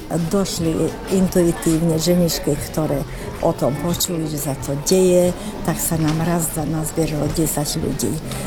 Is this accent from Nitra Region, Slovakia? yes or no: yes; Šaľa, Nitra Region, Slovakia; som zo Šale, som vedúca tohto spevokolu Slniečko, bývala učiteľka na klavír.